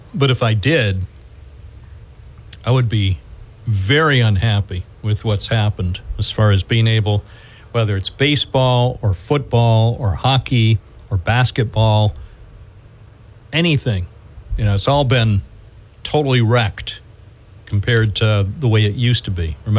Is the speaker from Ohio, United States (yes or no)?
no; Binghamton, New York, United States; born there; I was born in Binghamton